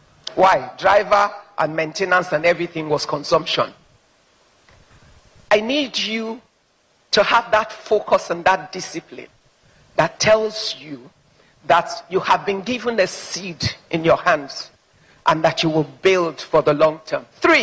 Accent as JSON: {"language": "English", "town": "Ibadan", "region": "Oyo", "country": "Nigeria", "said": "I'm not from Ijebu, by the way. I'm an Ibadan girl married to an Ondo man born of a Cameroonian mother. So I have no link with Ijebu."}